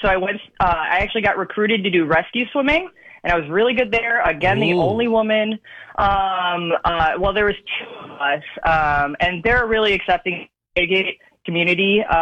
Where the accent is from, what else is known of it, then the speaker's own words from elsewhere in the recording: Illinois, United States; And I grew up in the Great Lakes area, Gurnee, Mundelein, Libertyville, northern Chicago.